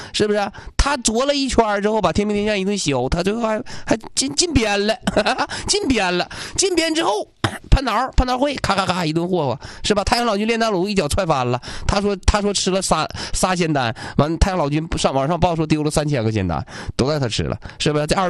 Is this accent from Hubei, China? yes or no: no; Liaoyuan, Jilin, China; now in Changchun, China; 我回辽源老家，我吉林省东辽县